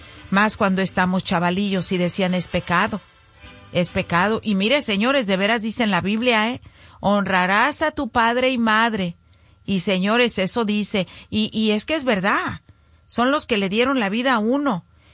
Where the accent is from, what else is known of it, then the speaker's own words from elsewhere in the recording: Zacoalco de Torres, Jalisco, Mexico; moved away; Zacoalco, hablas de que de mi pueblo.